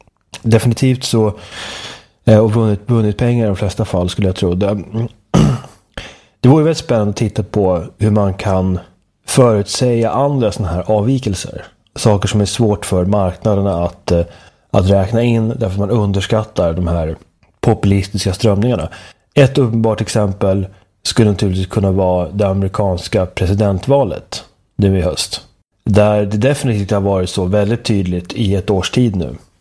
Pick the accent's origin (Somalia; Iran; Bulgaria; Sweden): Sweden